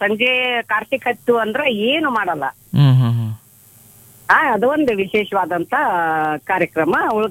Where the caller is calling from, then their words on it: Bagalkot district, Karnataka, India; ಬಾಗಲಕೋಟೆ ಜಿಲ್ಲೆ ಬಿಳಗಿ ತಾಲೂಕಿನಿಂದ, ಬೂದ್ಯಾಳ ಬಾಡಿಗೆ ಅಂತ ಹೇಳಿ ಒಂದು ಪುಟ್ಟ ಗ್ರಾಮ.